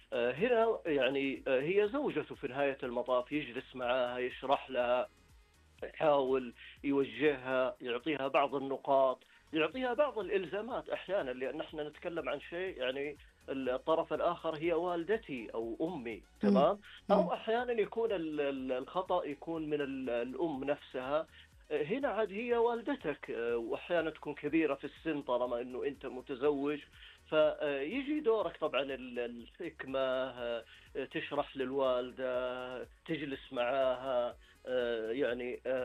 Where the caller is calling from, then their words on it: Medina, Medina Province, Saudi Arabia; من جامعه الطيبه بالمدينه المنوره